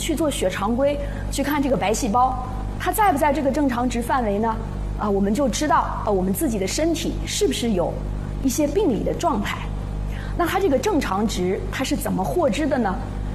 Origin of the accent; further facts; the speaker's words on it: China; 我们中国人